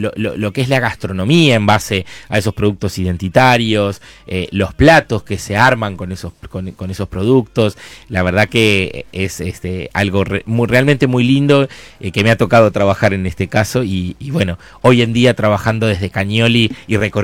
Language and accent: Spanish; Azul, Buenos Aires Province, Argentina; moved away; also born or lived in Tandil; la gente de Azul, de mi ciudad natal